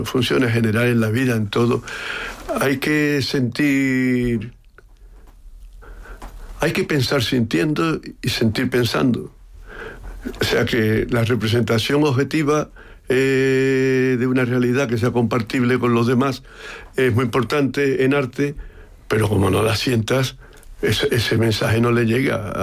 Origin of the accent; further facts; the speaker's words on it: Cádiz, Andalusia, Spain; Aparte que el premio me lo han dado en Sevilla, yo soy gaditano, pero tanto... Pero son dos ciudades que han sido muy importantes en mi formación.